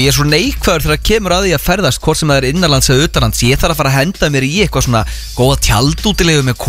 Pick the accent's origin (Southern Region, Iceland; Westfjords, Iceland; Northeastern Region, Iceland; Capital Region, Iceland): Southern Region, Iceland; Vestmannaeyjar; ég er frá Eyjum